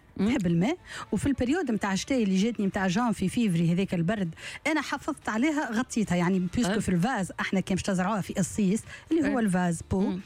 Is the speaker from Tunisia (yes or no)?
yes; Tunisia; عندنا في تونس.